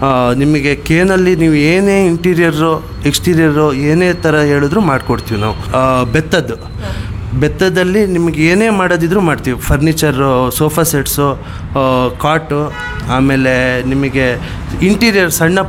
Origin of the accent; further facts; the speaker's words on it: Thirthahalli, Karnataka, India; also born or lived in Bengaluru; now in Thirthahalli, India; ನಾನು ಆ್ಯಕ್ಚುಲಿ ಎಲ್ಲ ಓದಿದ್ದೆಲ್ಲ ತೀರ್ಥಹಳ್ಳಿಲಿ.